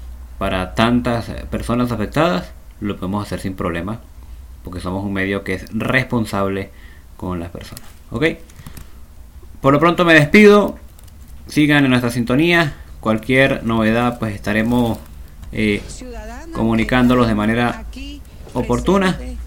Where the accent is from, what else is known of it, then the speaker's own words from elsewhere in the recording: Venezuela; Yo soy venezolano